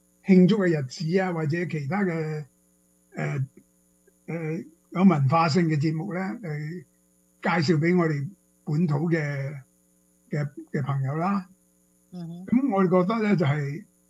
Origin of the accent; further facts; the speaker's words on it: China; 呢啲係所以我中國人嘅習俗啦